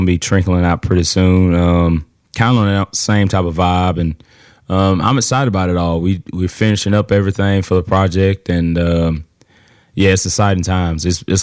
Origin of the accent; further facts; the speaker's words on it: Alabama, United States; I grew up such a music lover, and growing up in the South, especially the area I'm from